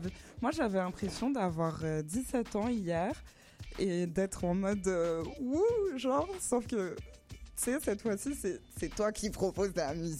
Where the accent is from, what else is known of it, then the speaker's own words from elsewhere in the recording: Guadeloupe; moved away; moi, en tant que Guadeloupéenne qui explore un peu le monde